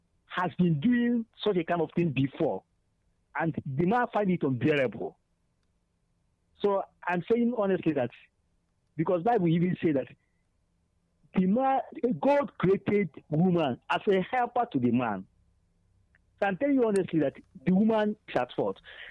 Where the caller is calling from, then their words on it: Enugu, Enugu State, Nigeria; I'm calling from Enugu.